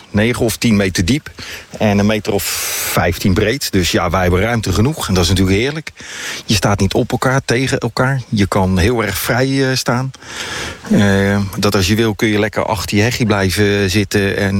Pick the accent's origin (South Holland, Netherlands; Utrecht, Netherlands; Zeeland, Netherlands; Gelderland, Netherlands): Gelderland, Netherlands; Arnhem; Wij komen uit Arnhem.